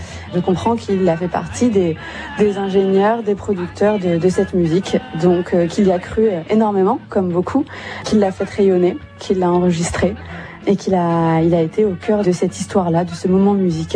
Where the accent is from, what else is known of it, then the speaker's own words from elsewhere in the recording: Djibouti; j'ai grandi à Djibouti.